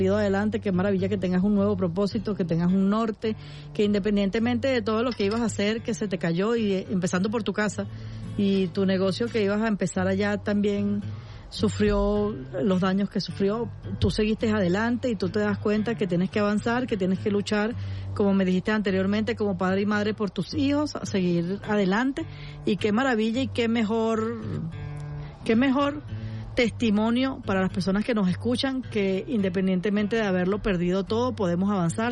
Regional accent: Venezuela; así somos las mujeres venezolanas

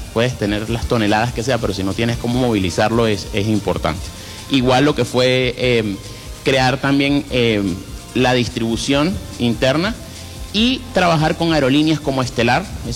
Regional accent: Venezuela; Como venezolanos todos estamos muy sentidos por lo ocurrido

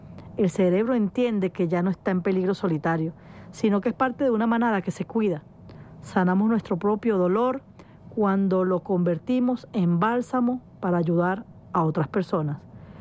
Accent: Venezuela; Como venezolanos, como hermanos, como amigos.

